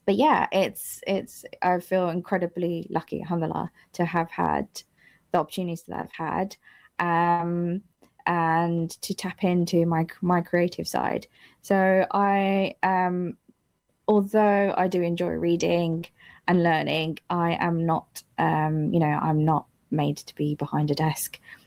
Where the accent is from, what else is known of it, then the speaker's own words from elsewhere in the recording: Wimbledon, London, United Kingdom; I'm a very proud Womble. I am from Wimbledon, southwest London. I'm one of three.